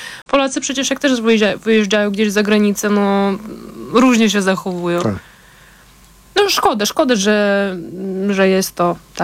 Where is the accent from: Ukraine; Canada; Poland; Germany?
Ukraine; nie będę wszystkich bronić, bo jestem Ukrainką.